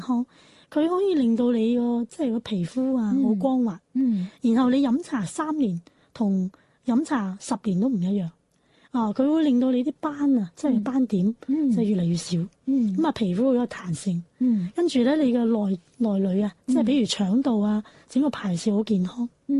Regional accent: Lingnan, China; 我哋岭南

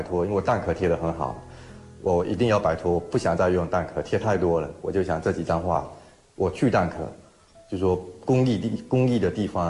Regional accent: Pingtan, Fujian, China; moved away; 我的家乡就是福建平潭，从小就在海边长大，后来来学校念书的时候其实就很少回去，

